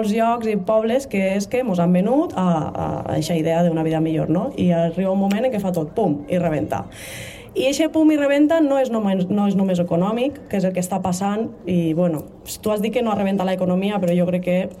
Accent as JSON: {"language": "Catalan", "town": "Castalla", "region": "Valencian Community", "country": "Spain", "said": "jo som més de Castellà que la Torre Grossa"}